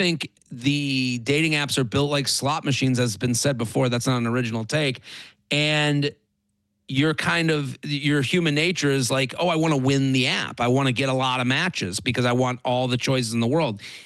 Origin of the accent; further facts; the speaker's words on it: Needham, Massachusetts, United States; I'm from Needham. So oh. it's like cool to hear like all the, you know, 617 numbers and BU and all that stuff.